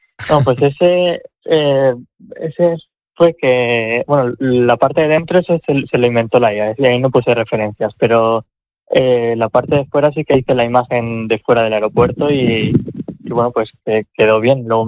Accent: Castellón de la Plana, Valencian Community, Spain; Bueno, porque yo soy de Castellón

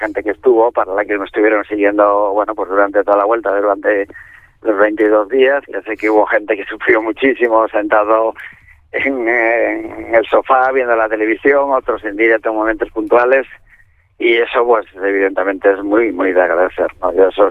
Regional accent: Ponteareas, Galicia, Spain; born there

